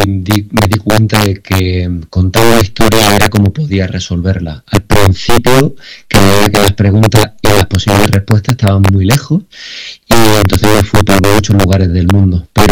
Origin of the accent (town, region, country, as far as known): Jaén, Andalusia, Spain